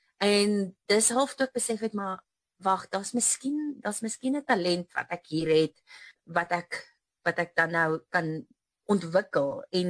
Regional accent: Muldersdrift, Gauteng, South Africa; also born or lived in Krugersdorp; voor dit het ek maar op 'n plot in Mildersdrif groot geword. Ek was maar 'n plotkind, kaalvoet in die bos rondgehol.

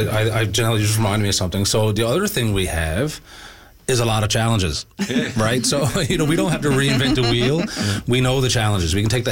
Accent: Grand Falls-Windsor, Newfoundland and Labrador, Canada; now in Holyrood, Canada; I'm from Grand Falls. I live in Holyrood, but not a lot of people know that.

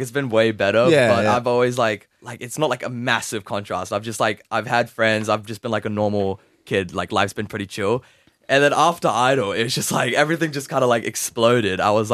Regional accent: New Zealand; I was born and I grew up in New Zealand, actually.

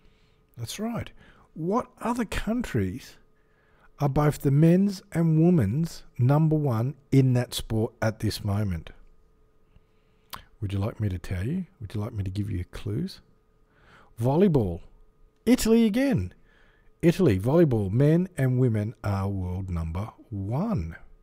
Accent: England, United Kingdom; What about England? Because I'm English.

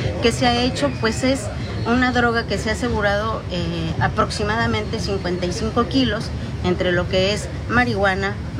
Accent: Guanajuato, Mexico; Vengo de Guanajuato. Si ustedes saben, el índice delictivo de Guanajuato es muchísimo mayor

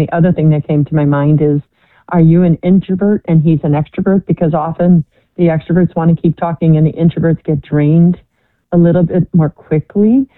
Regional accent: Milwaukee, Wisconsin, United States; because I'm from Milwaukee, and we always thought that you guys were the enemy.

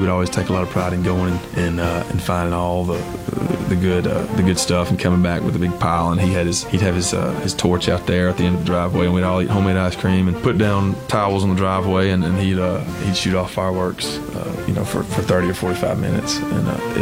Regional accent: Georgia, United States; I'm from Georgia, and most of them were illegal, I'm pretty sure, growing up.

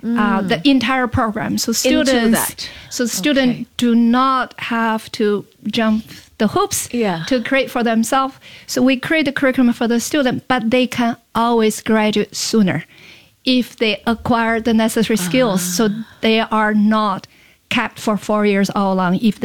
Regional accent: Singapore; As Singaporean or an Asian student, we want to have a broader understanding of the world.

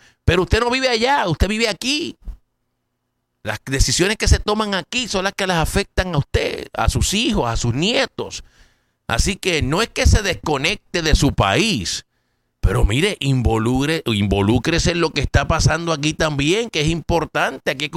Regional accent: Puerto Rico; moved away; Porque yo no vivo en Puerto Rico, yo vivo aquí. Me da pena con lo que está pasando en mi isla de Puerto Rico.

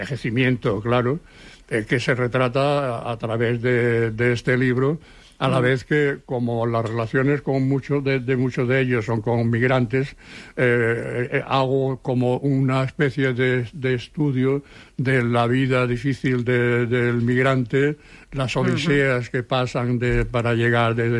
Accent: Seville, Andalusia, Spain; now in Barcelona, Spain; nosotros cuando vinimos de Sevilla.

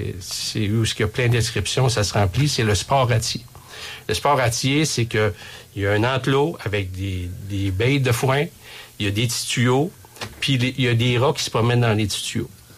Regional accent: Quebec, Canada; Mais nous, on est Québécois, on a transformé

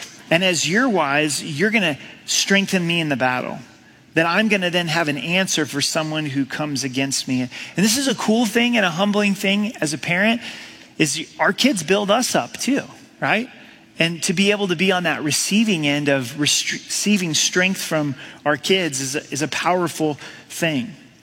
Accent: Pacific Northwest, United States; now in Colorado, United States; I'm from the Northwest, and it can rain for days, right? It just rains and rains and rains.

